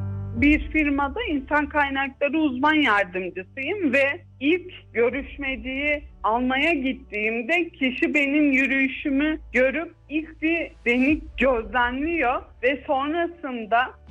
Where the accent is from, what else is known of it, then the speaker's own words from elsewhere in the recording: Çorum, Turkey; born there; 1993 Çorum doğumluyum.